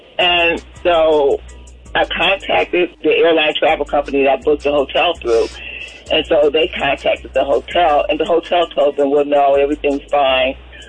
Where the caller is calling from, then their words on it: Atlanta, Georgia, United States; from Atlanta.